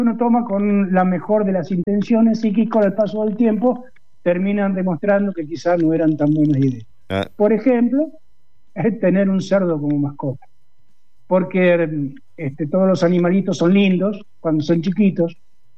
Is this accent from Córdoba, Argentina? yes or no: no; San Carlos de Bariloche, Río Negro, Argentina; Yo soy patagónico, barilochense, claro.